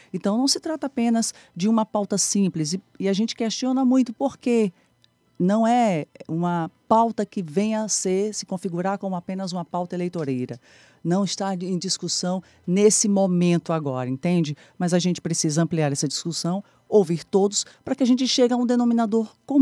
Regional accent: Sergipe, Brazil

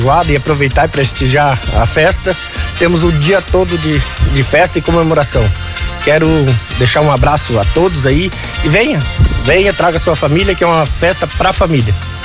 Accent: Petrolândia, Pernambuco, Brazil; Nascemos aqui na Barra Nova, sendo criado aqui, amamos esse município

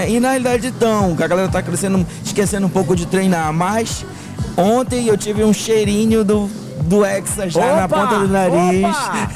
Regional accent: Brazil; Nós somos brasileiros.

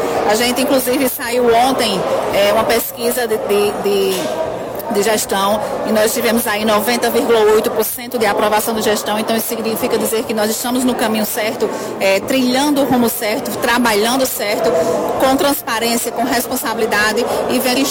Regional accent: Sertão, Paraíba, Brazil; para a gente que vive aqui no sertão, que é sertanejo de fato

